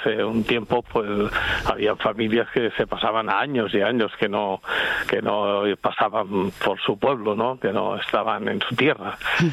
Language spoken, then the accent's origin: Spanish; Region of Murcia, Spain; now in Barcelona, Spain; yo entiendo que aquí está también mi tierra, sí, como Murcia, y me siento murciano. Catalán y sin ningún complejo, por supuesto, también muy español.